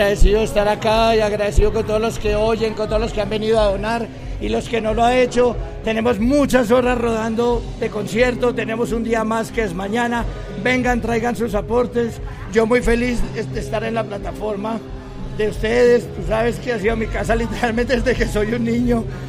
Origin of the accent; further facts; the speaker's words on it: Pereira, Risaralda, Colombia; yo soy pereirano